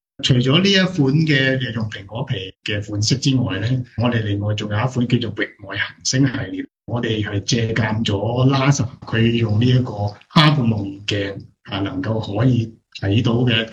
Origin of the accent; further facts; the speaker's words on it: Hong Kong; 原来我哋香港人都好巴闭喎，都去到外太空喎咁样。